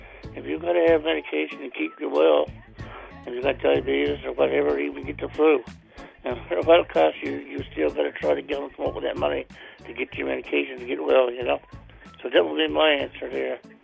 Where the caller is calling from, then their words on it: Gander, Newfoundland and Labrador, Canada; I'm calling from Gander.